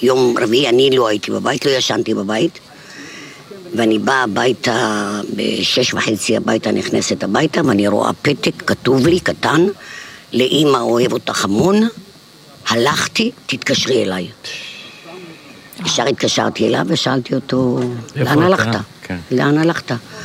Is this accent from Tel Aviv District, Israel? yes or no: yes; Herzliya, Tel Aviv District, Israel